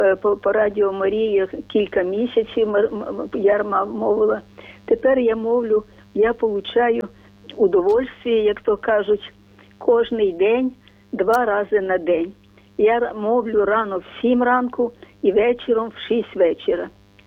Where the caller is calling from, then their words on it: Khmelnytskyi, Khmelnytskyi Oblast, Ukraine; Я з Хмельницького телефоную